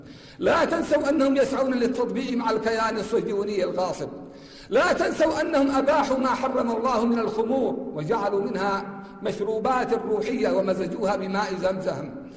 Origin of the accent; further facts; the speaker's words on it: Yemen; ونحن شعب يمني حر عزيز كريم لا نخشى إلا الله ولا نعبد إلا الله